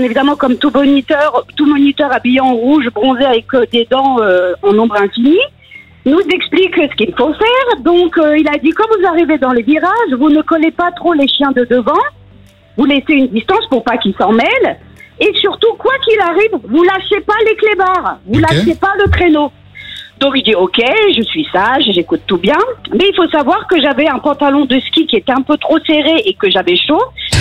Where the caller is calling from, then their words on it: Vigneux-sur-Seine, Île-de-France, France; Je suis du 91 de Vigne-sur-Seine.